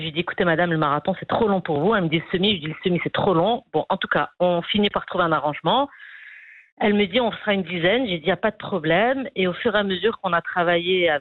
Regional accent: Rabat, Rabat-Salé-Kénitra, Morocco; now in Casablanca, Morocco; parce que moi, j'ai grandi à Rabat, donc je découvrais un peu la ville.

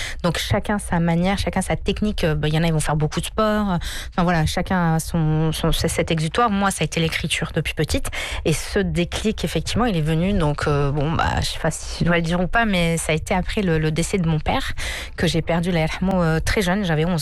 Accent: France; born there; je suis née en France.

